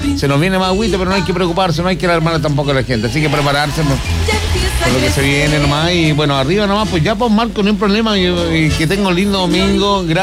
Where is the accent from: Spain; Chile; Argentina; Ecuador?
Chile; Maule; yo soy un poquito más abajo, yo vengo ya de Lora.